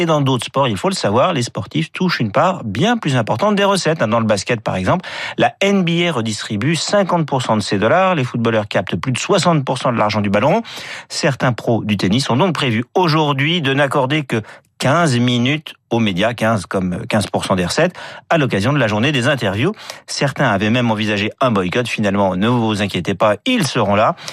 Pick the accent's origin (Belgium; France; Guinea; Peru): France; Paris, Île-de-France; Je suis parisien.